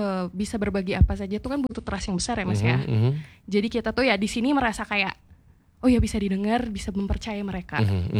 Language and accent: Indonesian; Bandung, West Java, Indonesia; Dari negara beli alias ujung berung